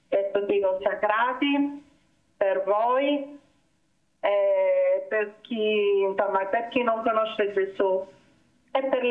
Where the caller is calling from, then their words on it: Palermo, Sicily, Italy; sono da Palermo.